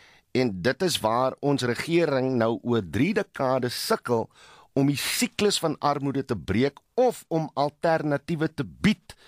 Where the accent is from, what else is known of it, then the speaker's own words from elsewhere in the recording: Atlantis, Western Cape, South Africa; ek het nou nie op die Kaapse vlakte groot geword nie, maar ek het wel in 'n bende getuisterde gebied Atlantis groot geword.